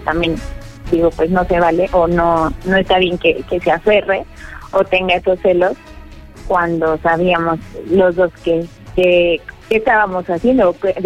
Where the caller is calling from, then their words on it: Mexico City, Mexico; Soy de Iztapalapa.